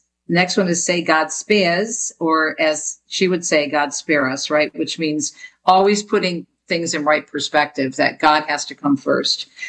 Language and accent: English; Jersey City, New Jersey, United States; I did not have a bike growing up in Jersey City, New Jersey.